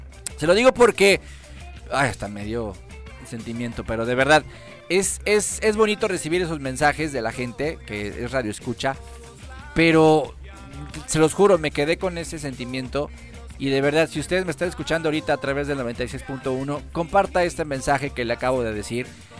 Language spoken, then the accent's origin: Spanish; Mexico; Y siempre, pues como buenos mexicanos, lo decimos todo a la mera hora.